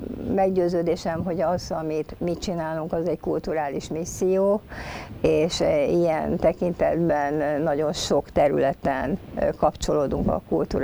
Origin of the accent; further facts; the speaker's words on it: Budapest, Hungary; én tényleg a belvárosban, Manács-téri házakban nevelkedtem